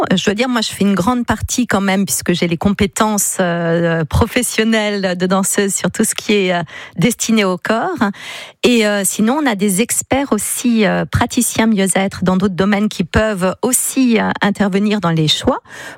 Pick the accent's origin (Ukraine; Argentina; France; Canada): France; Paris, Île-de-France; moved away as an adult; now in Sablé-sur-Sarthe, France; moi, je ne suis pas sablonienne, je suis parisienne. Je suis arrivée à Sablé avec la compagnie de danse en 2001, puis vraiment installée en 2004.